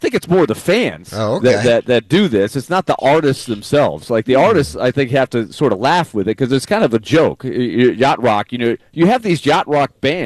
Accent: Boston, Massachusetts, United States; born there; I was born in Boston back in the day.

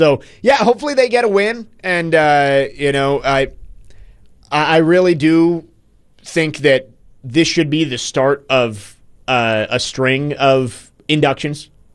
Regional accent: Washington, D.C. area, United States; growing up in Washington, like near Washington, D.C., I never got the Titans games

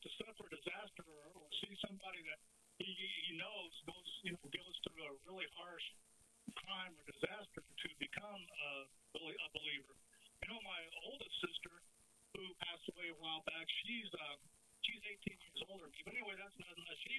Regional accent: Anthony, Texas, United States; I was raised up there in Anthony, Texas, which is right on the Mexico state line. I've lived in this area all my life, except for a few years out when I was in the Navy.

